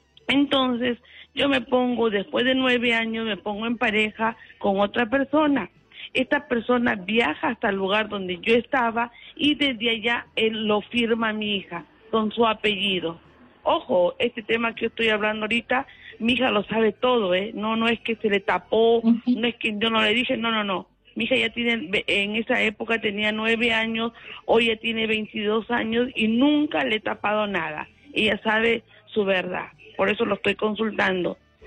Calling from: Pacanguilla, La Libertad, Peru; Pacanguilla, que pertenece a la provincia de Chepe.

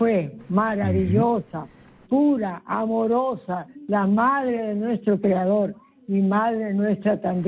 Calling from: Piura, Peru; Y como soy piurana, también a la Virgen del Perpetuo Socorro.

